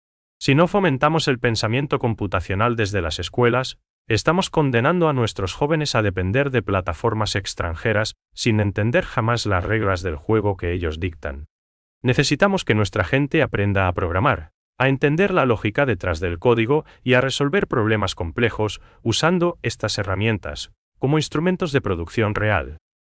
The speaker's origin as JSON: {"language": "Spanish", "country": "Paraguay", "said": "solo nosotros, como paraguayos, entendemos en nuestra realidad cotidiana."}